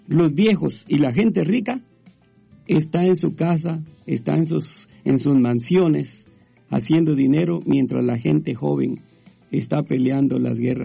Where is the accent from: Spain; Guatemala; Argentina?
Guatemala; moved away; ¿Quién quiere salir de su país? Cuando yo salí de Guatemala, salí llorando y me pasé años llorando aquí también.